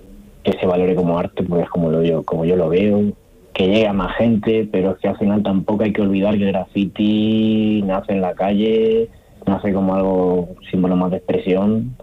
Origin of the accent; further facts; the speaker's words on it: Ciudad Real, Castilla-La Mancha, Spain; Yo soy de Ciudad Real.